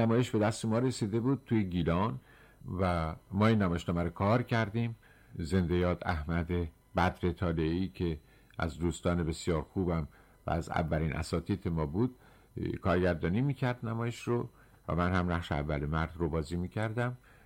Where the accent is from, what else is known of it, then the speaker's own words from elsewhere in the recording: Rasht, Gilan, Iran; به اندازه من که رشتی هستم افتخار نمیکنه، من بیشتر افتخار میکنم.